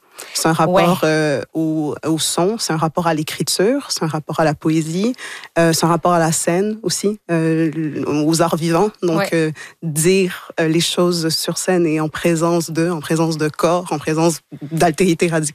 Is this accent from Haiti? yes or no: yes; Port-au-Prince, Haiti; born there; Moi, je suis née à Port-au-Prince. J'ai grandi ici.